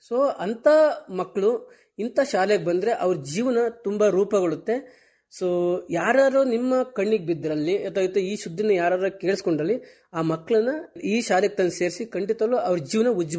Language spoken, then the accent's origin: Kannada; Karnataka, India; moved away; ನಾನು ಒಂದು ಕೃಷಿ ಕುಟುಂಬದಿಂದ ಬಂದಿದ್ದು. ಆ ಊರು ನೆಟ್ಟೇಕೆರಹಳ್ಳಿ ಅಂತೇಳಿ, ಒಂದು ಚಿಕ್ಕಮಗಳೂರು ನಿಯರ್ ಬೈ ಇರೋ ಅಂತ ಊರು.